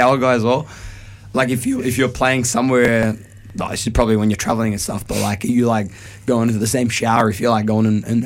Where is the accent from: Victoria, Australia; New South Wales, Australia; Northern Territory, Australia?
Victoria, Australia; Noble Park; It gets pretty cold down our way. I can say our way because I'm from Noble Park.